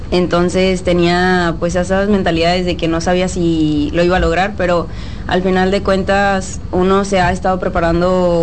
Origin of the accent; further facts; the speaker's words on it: Mexico; now in Dominican Republic; competí con mis compañeras, compatriotas, que también son mexicanas.